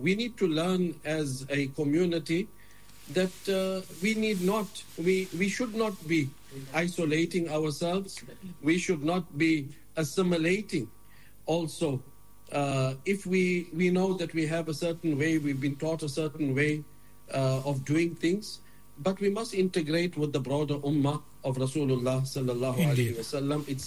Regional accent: South Africa; we have been opened up as the South African community

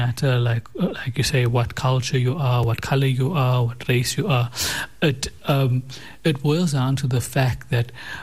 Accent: South Africa

